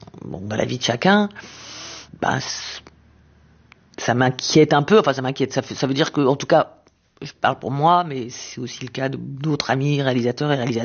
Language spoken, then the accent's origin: French; Israel; born or raised there